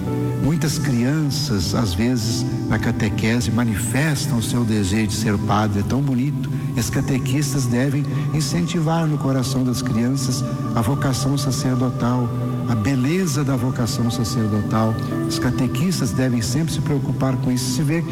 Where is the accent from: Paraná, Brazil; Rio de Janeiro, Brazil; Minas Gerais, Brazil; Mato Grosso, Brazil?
Minas Gerais, Brazil; moved away; E a minha cidade natal era da diocese de Belo Horizonte naquela época.